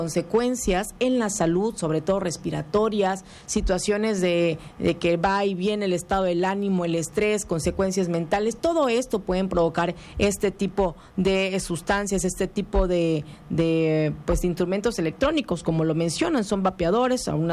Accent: Tabasco, Mexico; es parte esencial de lo que somos como tabasqueños.

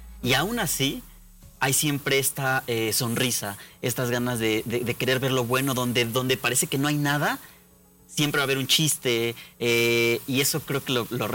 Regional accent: Mexico; las cosas que vivimos como mexicanos no son nada sencillas

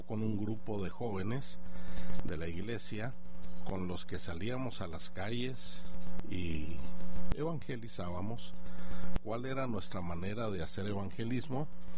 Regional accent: Chihuahua, Mexico; Yo estaba en la ciudad de Chihuahua, de donde soy originario. En ese tiempo tenía 17 años y recién había conocido al Señor

